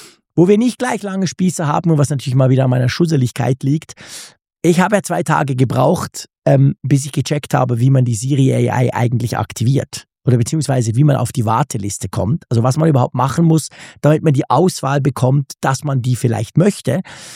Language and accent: German; Switzerland; ich bin ja hier als Schweizer quasi mit meinem Schweizer Apple-Account